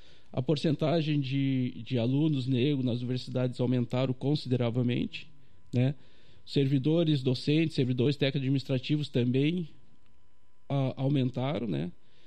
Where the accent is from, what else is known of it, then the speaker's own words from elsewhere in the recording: Pelotas, Rio Grande do Sul, Brazil; Então eu vim da periferia de Pelotas, né, mais especificamente aí da Vila dos Tocos, que é uma vila que fica passando a Coab Guabiroba ali, né. Então era um menino negro, né, cheio de sonhos, filho de agricultor familiar, de quitandeiro, benzedor